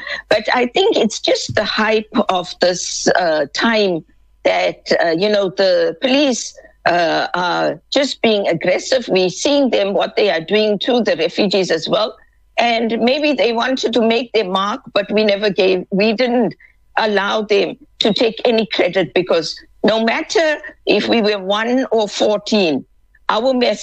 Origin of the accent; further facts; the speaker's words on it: South Africa; we as South African who want to build our nation